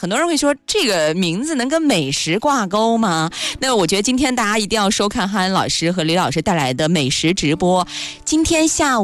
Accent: Jiangnan, China; 我们江南人

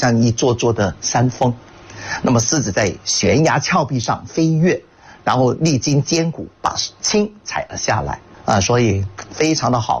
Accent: Guangdong, China

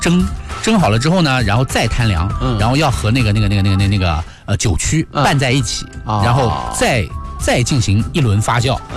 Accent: Jiangsu, China; 作为一个江苏人

